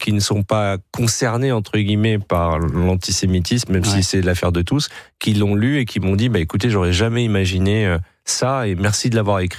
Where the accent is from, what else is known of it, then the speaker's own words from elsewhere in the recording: France; moi je suis français, moi je m'occupe pas de la politique israélienne, j'ai déjà du mal à comprendre la politique en France.